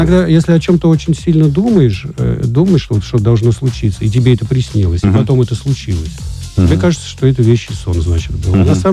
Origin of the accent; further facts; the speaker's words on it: Krasnodar, Krasnodar Krai, Russia; also born or lived in Perm / Orenburg / Maykop; Родился я в Перми, потом жил в Оренбурге, в Майкопе, потом школу заканчивал в Краснодаре.